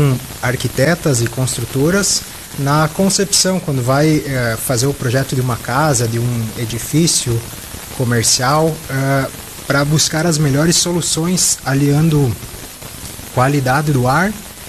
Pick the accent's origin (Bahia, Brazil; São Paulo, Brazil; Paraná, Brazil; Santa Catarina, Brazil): Santa Catarina, Brazil; Chapecó; Eu sou aqui de Chapecó